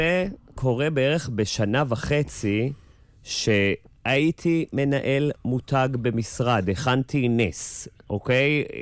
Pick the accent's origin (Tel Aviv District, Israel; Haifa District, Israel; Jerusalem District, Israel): Jerusalem District, Israel; Jerusalem; בית הקרם, בורן אנד רייזד.